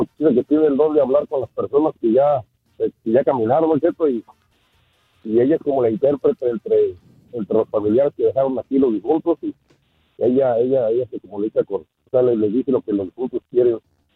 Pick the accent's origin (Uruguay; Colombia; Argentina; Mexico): Mexico; Michoacán; Soy michoacano